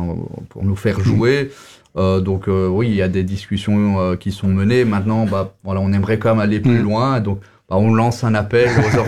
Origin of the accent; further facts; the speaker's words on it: Ottignies-Louvain-la-Neuve, Wallonia, Belgium; born there; now in Namur, Belgium; moi je suis né à Otigny.